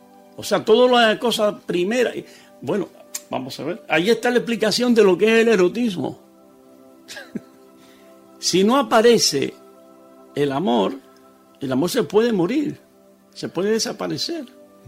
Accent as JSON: {"language": "Spanish", "country": "Cuba", "moved": "yes", "said": "Precisamente cuando yo salí de Cuba, ella se quedó allá y es una persona también exquisita."}